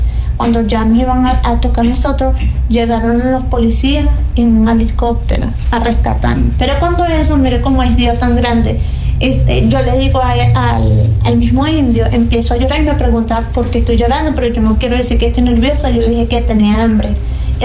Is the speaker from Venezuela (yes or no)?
yes; Venezuela; Yo le dije, no, él es mi hermano, nosotros somos venezolanos.